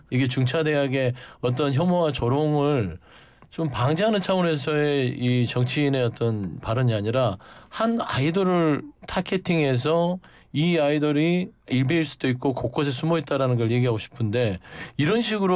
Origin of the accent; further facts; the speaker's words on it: Jeolla, South Korea; 저도 전라도 출신이지만